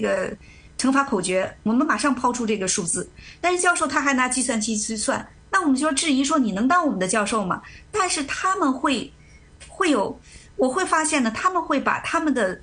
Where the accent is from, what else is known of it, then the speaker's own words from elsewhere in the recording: China; 那好像是我们，就是我们中国人的技术能力都特别强。